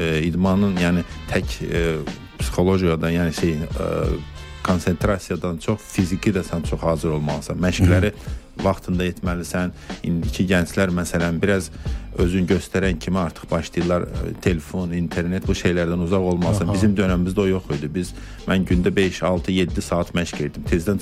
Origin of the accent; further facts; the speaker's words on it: Fuzuli, Fuzuli District, Azerbaijan; moved away; mən oradan qaçqın düşmüşdüm, özüm Füzulidənəm.